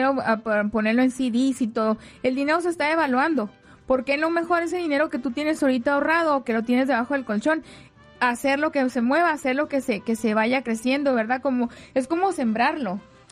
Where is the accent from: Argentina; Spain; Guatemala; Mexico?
Mexico; nosotros somos mexicanos